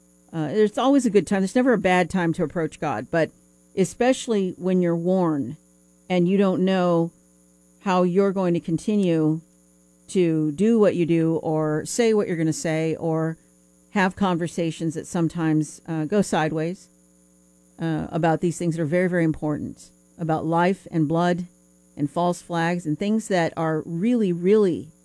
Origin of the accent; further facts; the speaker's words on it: United States; I love being an American.